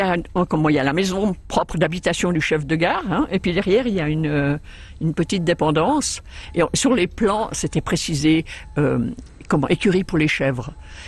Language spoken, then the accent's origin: French; Vouvry, Valais, Switzerland; Non, on est valaisan.